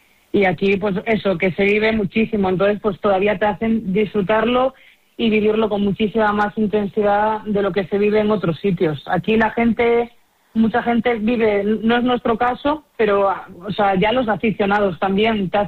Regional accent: Cangas, Galicia, Spain; Este año hago un cambio de club y me incorporo pues al club de mi pueblo y donde empecé, y pues voy a empezar la labor de preparadora física y entrenadora en el club de remo de Cangas.

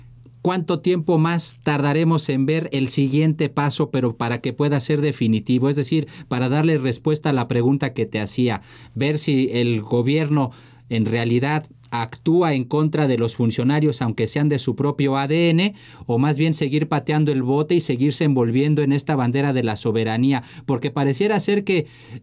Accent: Mexico; nos llevan a todos como mexicanos

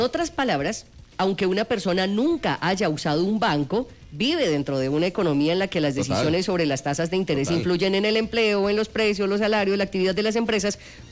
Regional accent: Colombia; que es a lo que uno como colombiano muchas veces acude para poder salir adelante

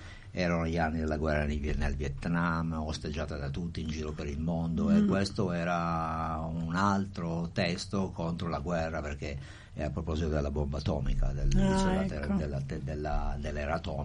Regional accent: northern Italy, Italy; E anch'io sono cresciuto così, in campagna, a nord, anche se non sono siciliano

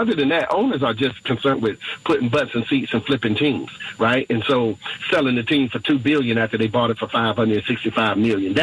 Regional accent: Boston, Massachusetts, United States; now in North Carolina, United States; as a Bostonian that became a North Carolinian, when I moved down here, I was infatuated with Michael Jordan

